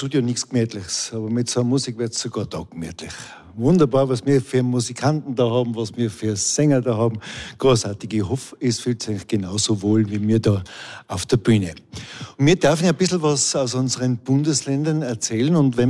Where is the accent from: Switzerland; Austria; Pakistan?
Austria; Tyrol; Also ich komme aus dem Oberland, ich habe auch eine ganz andere Sprache wie die.